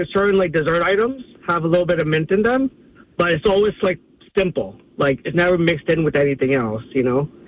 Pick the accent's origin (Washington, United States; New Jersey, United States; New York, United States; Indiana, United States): New Jersey, United States; Woodbridge; now in Philadelphia, United States; even though I'm from Philly, I grew up in Woodbridge, so we moved to Philly after the fact. But near Edison area.